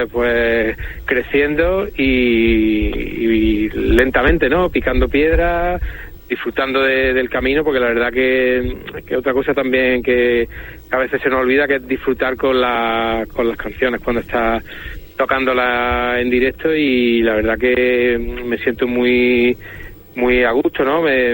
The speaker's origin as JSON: {"language": "Spanish", "town": "Córdoba", "region": "Andalusia", "country": "Spain", "said": "pues Valencia es la primera que, digamos, ciudad que nosotros somos de Córdoba"}